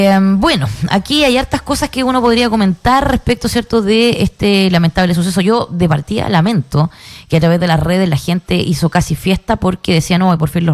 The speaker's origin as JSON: {"language": "Spanish", "country": "Chile", "said": "como chilenos lo sabemos, lo tenemos claro."}